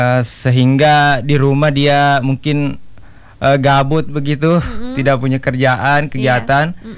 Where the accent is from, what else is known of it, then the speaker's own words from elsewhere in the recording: Bone, South Sulawesi, Indonesia; Saya sendiri asli orang Bone, yang tinggal di Desa Pasipo, Kecamatan Palaka, Kabupaten Bone.